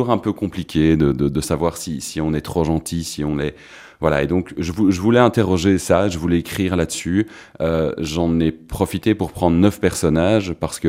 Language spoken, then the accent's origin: French; Belgium; Donc oui, fatalement, je suis belge, mes inspirations sont belges